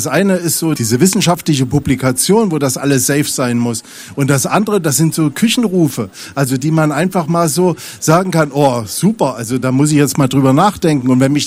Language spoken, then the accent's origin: German; Thuringia, Germany; Ich bin in der thüringischen Provinz groß geworden. In einem Ort mit 700 Einwohnern.